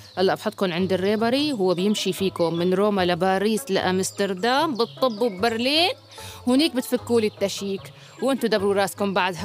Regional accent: Syria; كلنا كسوريين

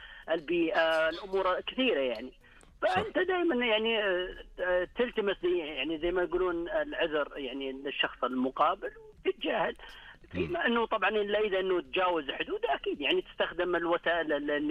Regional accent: Saudi Arabia; وإحنا كمجتمع سعودي

